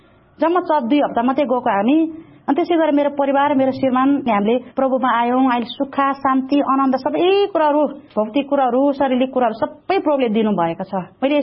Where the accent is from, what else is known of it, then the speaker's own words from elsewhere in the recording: Kathmandu, Bagmati, Nepal; also born or lived in Hetauda; म गेसिमली मण्डलीको हुँ। मेरो घर हेटौडा मकनपुर जिल्ला पर्दछ। मैले चाहिँ प्रभुलाई कसरी चिनेको भनेदेखि, म पहिले सानैदेखि नै काठमाडौँ बस्थेँ